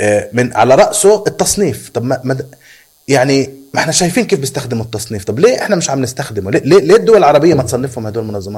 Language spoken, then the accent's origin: Arabic; Palestine